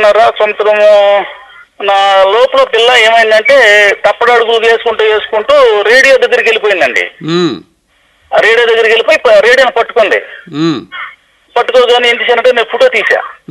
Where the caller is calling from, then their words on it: Machilipatnam, Andhra Pradesh, India; Sir నేను కృష్ణా జిల్లా మచిలీపట్నం నుంచి మాట్లాడుతున్నాను.